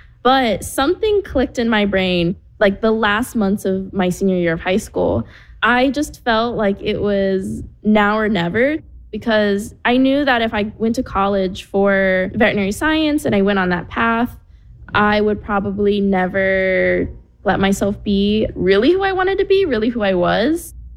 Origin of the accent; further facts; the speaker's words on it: Hamilton, Ohio, United States; Growing up in Hamilton, Ohio, I was one of the two Asian people in my high school.